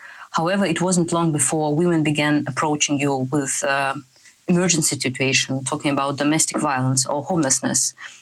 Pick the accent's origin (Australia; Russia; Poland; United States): Russia; English is a second language; our background. So I'm coming from Russia.